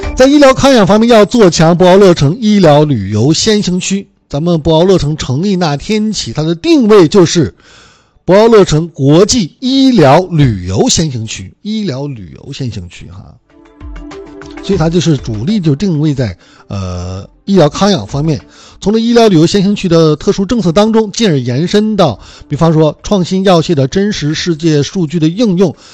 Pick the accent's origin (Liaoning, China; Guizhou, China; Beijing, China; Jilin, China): Jilin, China; Changchun; now in Haikou, China; 我老家长春都是600多万、700万人口